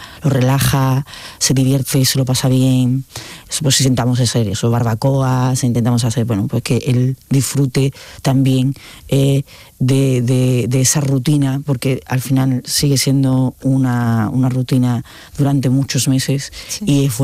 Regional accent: Seville, Andalusia, Spain; moved away as an adult; also born or lived in Barcelona; ahora acabamos de venir a vivir a Sevilla en noviembre del año pasado, he vuelto a mi tierra otra vez, después de vivir 21 años en Barcelona

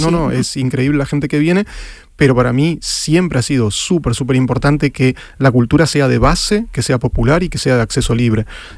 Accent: Buenos Aires, Argentina; moved away as an adult; now in Seville, Spain; como en mi caso, que soy de Argentina, de Buenos Aires.

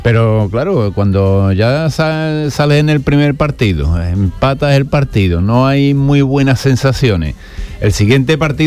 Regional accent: Spain; somos españoles.

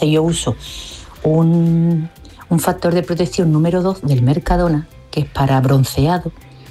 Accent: Cádiz, Andalusia, Spain

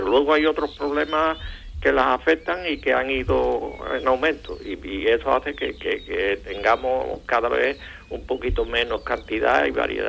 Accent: Villamartín, Andalusia, Spain; now in Ronda, Spain; Efectivamente, yo nací en Villamartín y ahora mismo me siento ya más rondeño

